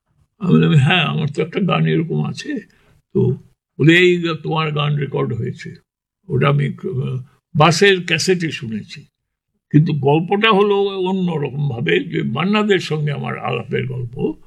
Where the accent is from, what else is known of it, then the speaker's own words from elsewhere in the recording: Delhi, India; আমি দিল্লির ছেলে